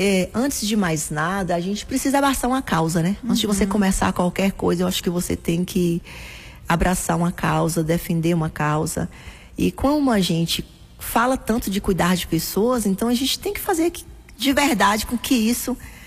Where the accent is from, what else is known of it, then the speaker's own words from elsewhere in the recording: Guajeru, Bahia, Brazil; como eu sou de Guajeru, né, trabalho com Deuba